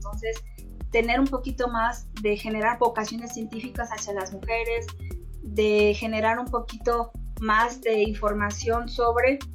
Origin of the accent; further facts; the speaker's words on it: Veracruz, Mexico; En mi caso, que yo soy originaria de Veracruz y que aquí no tengo a nadie, es un poco complejo